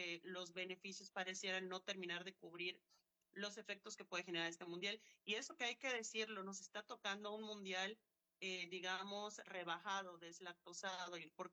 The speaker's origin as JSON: {"language": "Spanish", "region": "Yucatán", "country": "Mexico", "lives_now": "Monterrey, Mexico", "said": "Soy de Yucatán, pero vivo en Monterrey."}